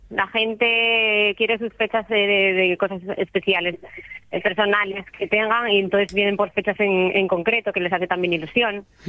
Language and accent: Spanish; Asturias, Spain